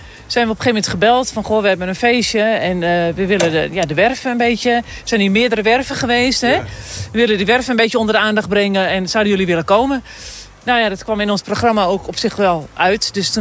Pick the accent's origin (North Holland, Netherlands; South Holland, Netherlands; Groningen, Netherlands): North Holland, Netherlands; Amstelveen; moved away as an adult; now in Woudrichem, Netherlands; Wij komen oorspronkelijk uit Amsterdam-Amstelveen. Ja. Maar het schip, we wonen dus op het schip al 40 jaar. En het schip ligt nu in Woudrichem.